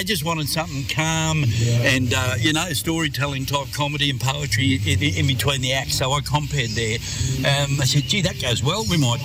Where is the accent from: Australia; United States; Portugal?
Australia; I'm a Aussie bush poet.